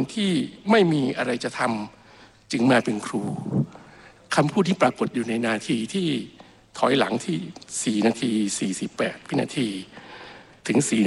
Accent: Sisaket, Thailand; born there; ผมมาจากศรีสะเกษ

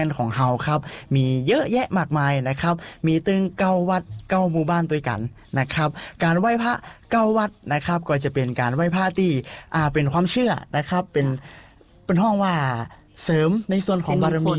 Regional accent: Lamphun, Thailand; accent: Kham Mueang (Northern Thai)

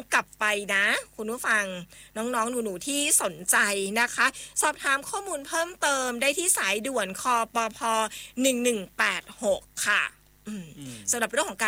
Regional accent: Chiang Mai, Thailand

